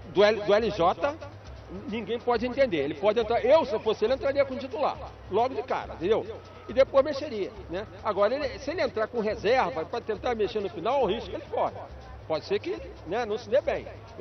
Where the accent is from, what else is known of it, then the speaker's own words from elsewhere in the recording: Volta Redonda, Rio de Janeiro, Brazil; born there; now in Rio de Janeiro, Brazil; Paraense, não, eu nasci em Volta Redonda, estado do Rio.